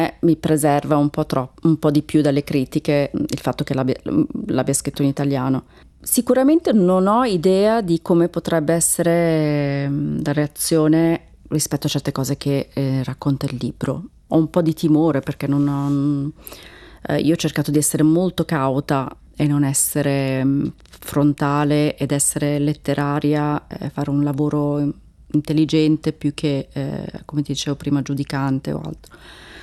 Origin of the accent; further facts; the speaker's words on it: Turkey; Perché, essendo anch'io turca, avevo questa barriera con queste donne, non c'era modo di comunicare.